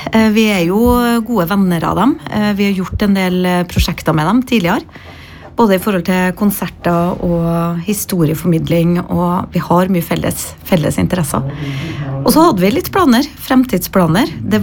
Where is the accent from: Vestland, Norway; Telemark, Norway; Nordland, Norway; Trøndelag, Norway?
Trøndelag, Norway; Så selv om vi er trøndere begge